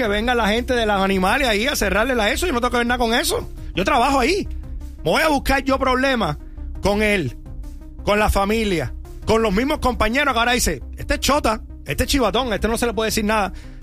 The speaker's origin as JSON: {"language": "Spanish", "country": "Cuba", "moved": "yes", "lives_now": "Tampa, United States", "said": "en mi país, en Cuba"}